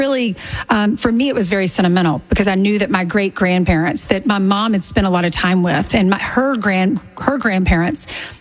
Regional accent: South Carolina, United States; I grew up in South Carolina, and we would go to the battle at Cowpens.

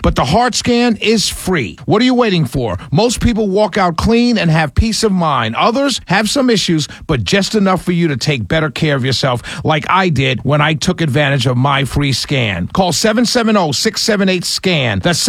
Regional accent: New York City, New York, United States; I'm from New York City. I'm a Mets fan. Born and raised Met fan all my life.

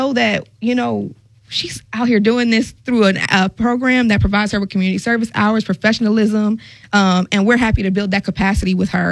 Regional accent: Tampa, Florida, United States; I'm from Tampa, so I call them grills.

